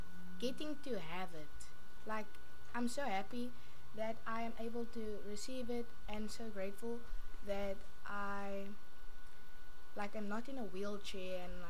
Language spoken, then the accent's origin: English; George, Western Cape, South Africa; I come from George.